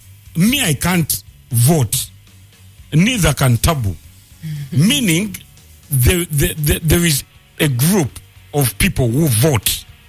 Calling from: Kireka, Uganda; Good afternoon, Radio City. … from Kireka Kamuli.

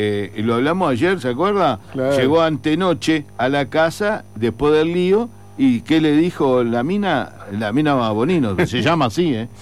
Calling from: Uruguay

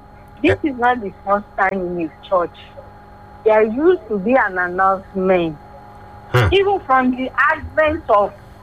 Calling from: Cairo, Cairo Governorate, Egypt; from Cairo.

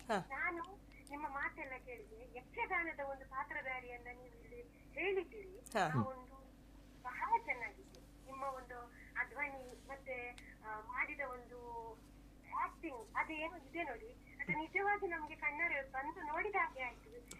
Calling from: Karkala, Karnataka, India; ನಾನು ನಿಮ್ಮ ಕಾರ್ಕಳದವಳೆ

